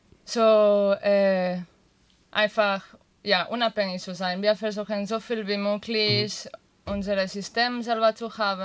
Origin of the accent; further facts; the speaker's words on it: Catalonia, Spain; German is a second language; ich bin aus Katalonien, sorry.